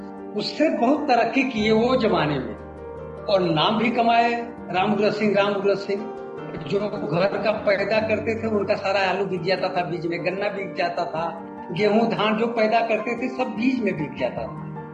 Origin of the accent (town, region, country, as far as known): Uttar Pradesh, India; born there